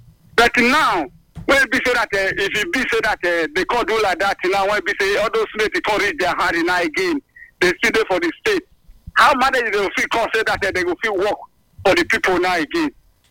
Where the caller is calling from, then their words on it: Uromi, Edo, Nigeria; Good afternoon. I'm calling from Urumi Edo State.